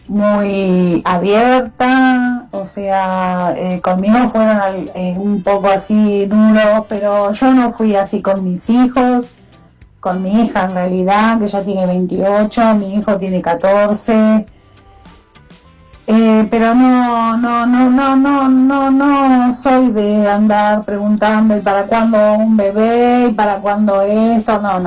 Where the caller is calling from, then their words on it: San Miguel, Buenos Aires Province, Argentina; de San Miguel.